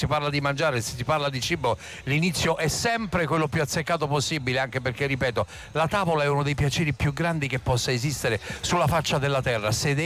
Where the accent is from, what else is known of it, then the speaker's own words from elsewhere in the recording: Calabria, Italy; perché io essendo calabrese, io avendo fame per contratto